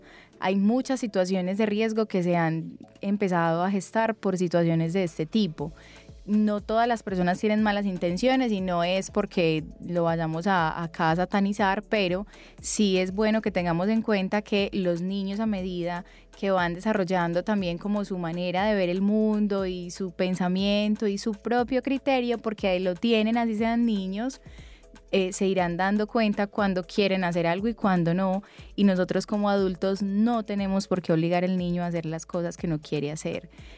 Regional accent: Antioquia, Colombia; somos paisas y somos querendones

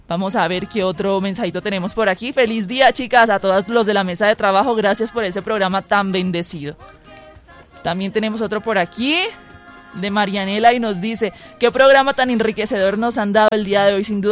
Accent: Barranquilla, Atlántico, Colombia; now in Bogotá, Colombia; no sé si saben que yo soy de Barranquilla, estoy aquí hace 6 meses en Bogotá

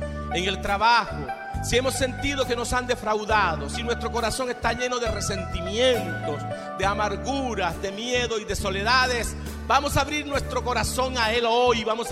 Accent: Villanueva, Colombia; moved away; El 31 de diciembre yo celebré en mi pueblo, Villanueva.

